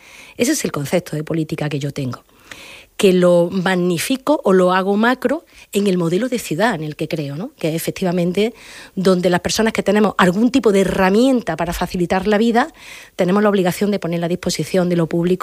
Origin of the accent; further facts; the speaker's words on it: Córdoba, Andalusia, Spain; also born or lived in Calorrubio; yo soy de barrio, yo soy de la Fuensanta. Nacida en Calorrubio, pero mi vida, mi infancia, mi adolescencia, mi juventud, de la Fuensanta.